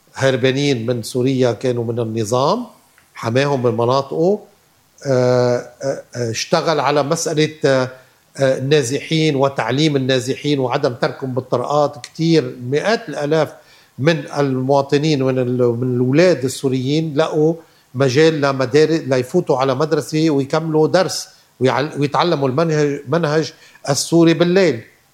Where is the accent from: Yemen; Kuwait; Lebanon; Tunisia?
Lebanon; نحن كلبنانيين